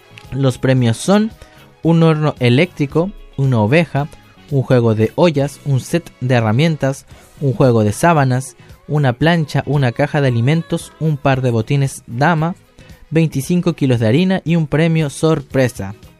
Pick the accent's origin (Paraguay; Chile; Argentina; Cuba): Chile; Maullín, Los Lagos; que es lo que nos caracteriza como maullinenses y como chilenos.